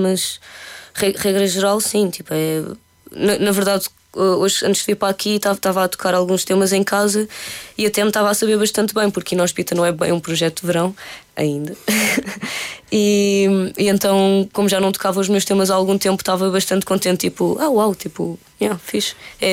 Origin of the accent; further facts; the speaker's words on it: Lisbon, Portugal; born there; Eu nasci em Lisboa.